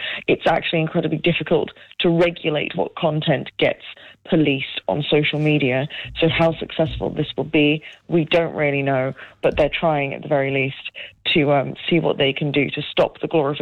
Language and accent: English; United Kingdom; now in Australia; When I came here on the working holiday visa, I also didn't have to do regional work because I'm British.